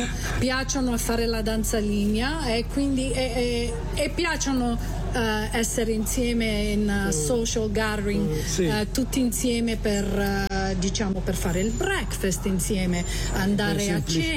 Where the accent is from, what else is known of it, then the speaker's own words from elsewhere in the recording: Vasto, Abruzzo, Italy; moved away; Dall'Abruzzo, non sono nata in Italia, però sono cresciuta in Italia, sono cresciuta a Vasto, provincia di Chieti, in Abruzzo.